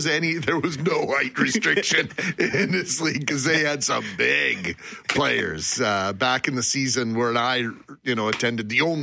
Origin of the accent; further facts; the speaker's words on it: Winnipeg, Manitoba, Canada; Sports is such a big part of growing up in Winnipeg.